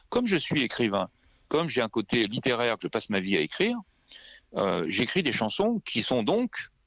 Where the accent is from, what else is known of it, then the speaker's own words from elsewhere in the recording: France; moved away as an adult; also born or lived in England; Je suis en Angleterre, je parle parfaitement anglais, mais en fait, ma culture, c'est